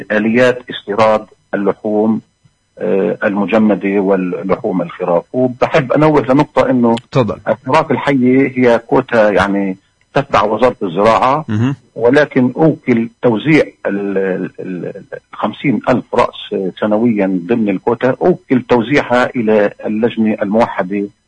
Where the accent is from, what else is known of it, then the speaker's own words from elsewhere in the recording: West Bank, Palestine; عندنا بالضفة الغربية